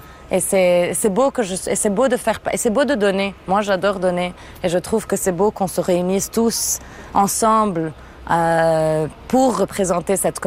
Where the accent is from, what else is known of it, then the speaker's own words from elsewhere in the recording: Lebanon; J'ai commencé à faire du pain il y a 6 ans, quand j'étais au Liban, qui est mon pays d'origine.